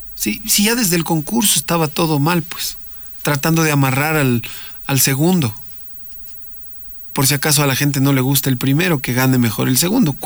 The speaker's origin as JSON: {"language": "Spanish", "town": "Quito", "region": "Pichincha", "country": "Ecuador", "said": "Y claro que si lo vemos netamente como quiteños"}